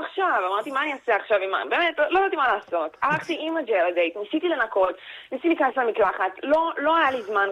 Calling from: Tel Aviv, Tel Aviv District, Israel; אני מתל אביב, אני בת 22.

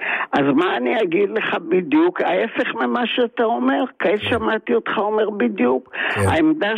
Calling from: Tel Aviv, Tel Aviv District, Israel; מתל אביב.

